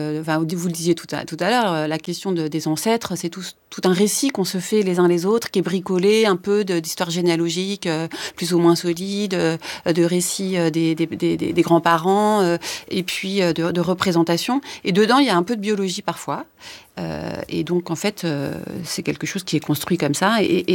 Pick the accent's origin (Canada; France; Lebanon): France; Paris, Île-de-France; born there; moi, je suis née à Paris, donc je vais être étiquetée parisienne